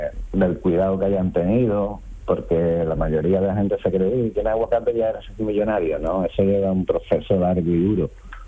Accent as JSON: {"language": "Spanish", "town": "San Fernando", "region": "Andalusia", "country": "Spain", "said": "porque yo soy de San Fernando, Cabri, donde era el … las tortillitas de camarones, las papas de guiñantes, y todo estero"}